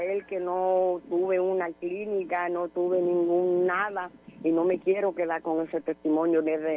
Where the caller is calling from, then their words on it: Lorica, Córdoba, Colombia; Vivo aquí en el corregimiento, vivo en un pueblecito de Los Monos, corregimiento de Lorica.